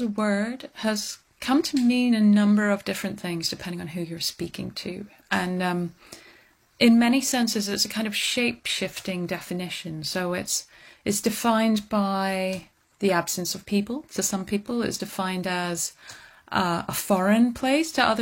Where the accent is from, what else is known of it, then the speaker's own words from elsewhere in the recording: Scotland, United Kingdom; I grew up in the Highlands of Scotland, I'd say about a mile outside of a village.